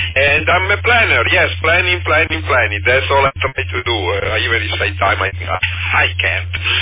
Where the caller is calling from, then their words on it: Fort Lauderdale, Florida, United States; Good morning from the beautiful Fort Lauderdale.